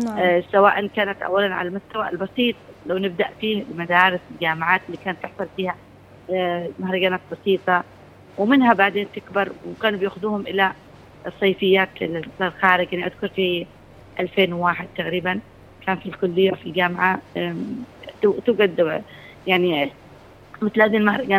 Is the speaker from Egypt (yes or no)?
no; Yemen; هويتنا كيمنيين